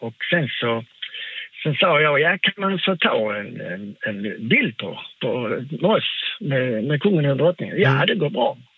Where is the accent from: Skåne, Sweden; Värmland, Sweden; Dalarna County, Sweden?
Skåne, Sweden; Malmö; Ja, men vi bor i en liten stuga här på Öland. Jaha, var kommer ni med? Ja, jag vet från Malmö, sa jag.